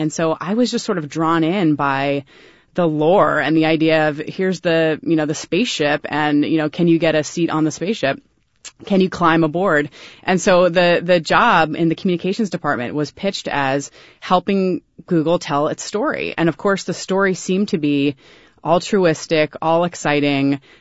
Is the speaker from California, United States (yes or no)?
yes; Oakland, California, United States; As a Bay Area native, this is huge. I love KQED.